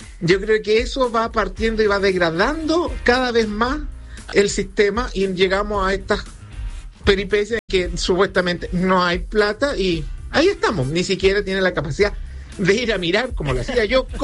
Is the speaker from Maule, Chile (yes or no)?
no; Santiago, Santiago Metropolitan Region, Chile; yo soy de Ñuñoa